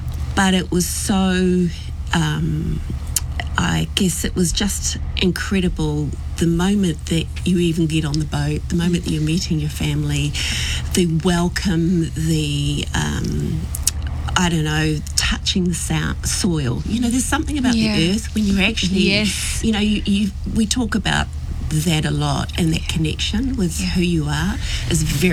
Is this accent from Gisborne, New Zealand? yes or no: no; Whakatane, Bay of Plenty, New Zealand; born there; moved away as an adult; also born or lived in England / Rotorua; now in Auckland, New Zealand; I was born in England and then we immigrated to New Zealand in 1973 and grew up in Rotorua and then Whakatane. So Whakatane, I always say, is my home.